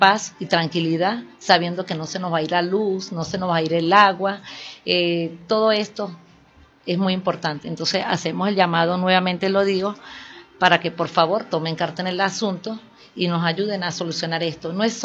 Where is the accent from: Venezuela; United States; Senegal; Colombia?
Venezuela; como ciudadanos venezolanos que somos